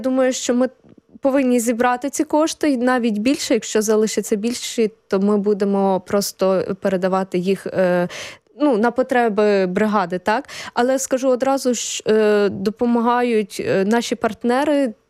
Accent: Ternopil Oblast, Ukraine; born or raised there; also born or lived in Kyiv

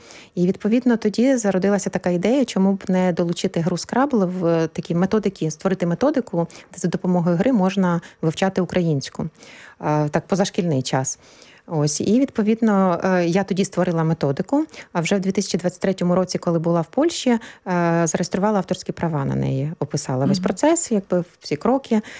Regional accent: Kyiv, Ukraine; moved away as an adult; now in Poland; Я з Києва. Ось, і відповідно, ми вже тут більше 3 років.

